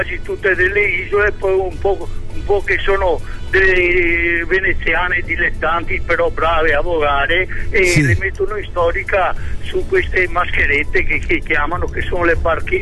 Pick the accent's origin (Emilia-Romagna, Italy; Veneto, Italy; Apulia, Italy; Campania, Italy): Veneto, Italy; Venice; moved away as an adult; now in Favaro Veneto, Italy; sono un veneziano doc